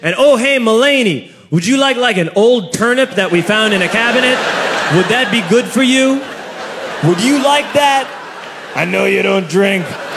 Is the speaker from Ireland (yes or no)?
yes; Ireland; I'm Irish. I keep things very bottled up, and I don't drink, which is not what you're supposed to do when you're Irish.